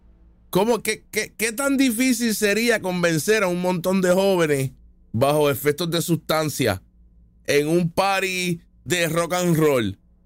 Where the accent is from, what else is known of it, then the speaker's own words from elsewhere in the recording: Puerto Rico; yo puedo ser puertorriqueño y ciudadano americano a la vez. Tengo mi cultura boricua, pero soy gringo ante un chino.